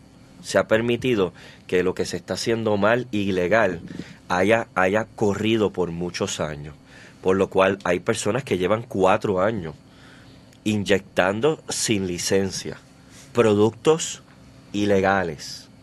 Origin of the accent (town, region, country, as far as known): Puerto Rico